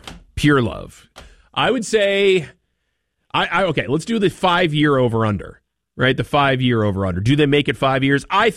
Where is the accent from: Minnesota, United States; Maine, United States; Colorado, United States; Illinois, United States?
Maine, United States; Bangor; Obviously Boston is near us, but I grew up in Bangor.